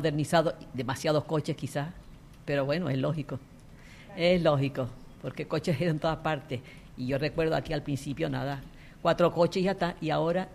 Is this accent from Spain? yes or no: yes; Puerto de la Cruz, Canary Islands, Spain; Sí, yo nací en el Puerto de la Cruz.